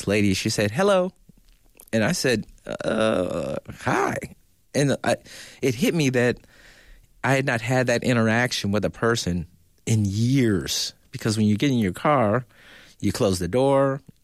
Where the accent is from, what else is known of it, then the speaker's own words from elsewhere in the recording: Detroit, Michigan, United States; Okay, because I'm from Detroit, you know.